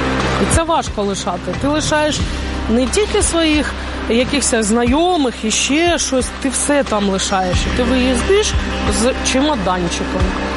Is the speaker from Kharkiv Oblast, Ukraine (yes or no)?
no; Bakhmut, Donetsk Oblast, Ukraine; moved away as an adult; Я з Бахмуту.